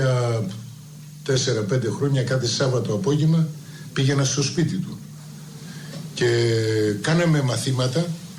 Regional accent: Istanbul, Turkey; now in Greece; Εν συνεχεία φύγαμε από την πόλη, ήρθαμε στην Ελλάδα

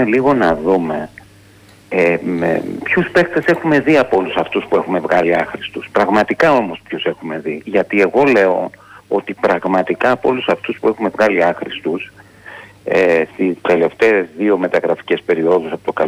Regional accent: Piraeus, Attica, Greece; Καλησπέρα … από το Πειραιά.

